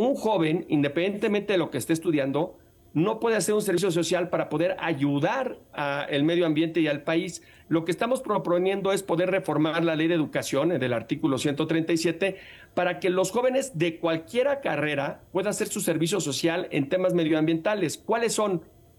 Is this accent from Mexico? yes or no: yes; Mexico; te hablo de la Ciudad de México, que es lo que más conozco